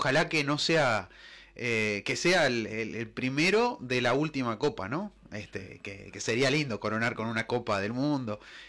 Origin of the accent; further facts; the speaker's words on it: Uruguay; ese portuñol nuestro de acá de frontera